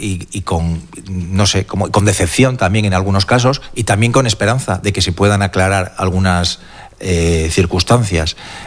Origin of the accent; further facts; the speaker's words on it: Cantabria, Spain; no como gallego, sino como trasmerano.